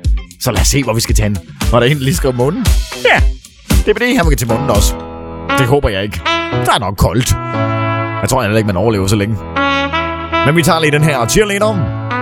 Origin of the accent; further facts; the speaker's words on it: Hungary; now in Denmark; Jeg vil faktisk gerne hjem til mit fædreland. Og jeg nu hørte rigtigt. Jeg kommer nemlig fra Ungarn, ikke?